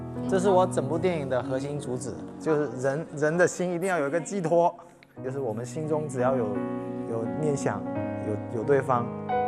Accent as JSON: {"language": "Chinese", "area": "Chaoshan", "region": "Guangdong", "country": "China", "tie": "born or raised there", "said": "我作为在这片土地长大的一个孩子"}